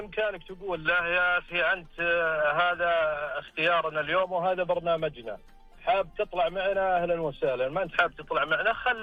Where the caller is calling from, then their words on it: Tabuk, Tabuk Province, Saudi Arabia; أكلمك من تبوك